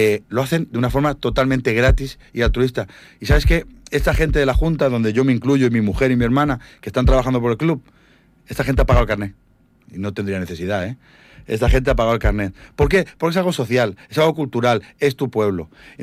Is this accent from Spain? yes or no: yes; Calafell, Catalonia, Spain; Pero es que yo soy de Calafell de toda la vida.